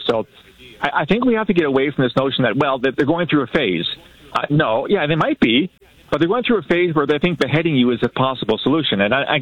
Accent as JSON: {"language": "English", "town": "London", "region": "Ontario", "country": "Canada", "tie": "born or raised there", "said": "I mean, I grew up in London, Ontario, right?"}